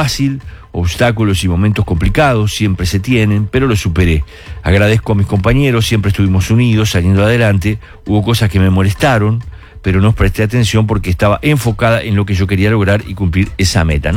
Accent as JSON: {"language": "Spanish", "town": "Trinidad", "region": "Flores", "country": "Uruguay", "tie": "born or raised there", "moved": "yes", "lives_now": "Montevideo, Uruguay", "said": "y en mi pueblo, en Flores"}